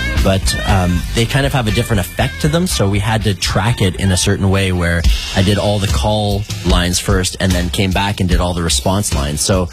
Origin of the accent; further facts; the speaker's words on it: Ottawa, Ontario, Canada; I was 15 years old here in my hometown of Ottawa.